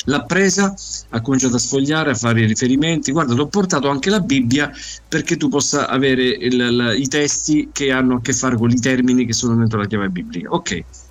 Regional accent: Calabria, Italy; di fronte ad una chiesa evangelica lì nel mio paese in Calabria

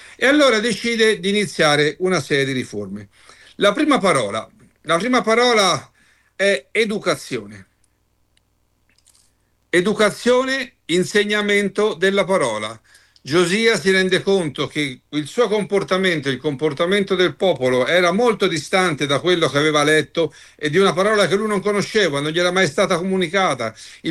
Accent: Florence, Tuscany, Italy; Io sono di Firenze

